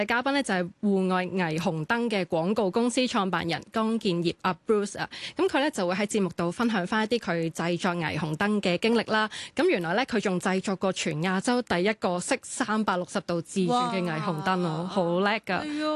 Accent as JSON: {"language": "Cantonese", "country": "Hong Kong", "said": "我哋其實香港人啦"}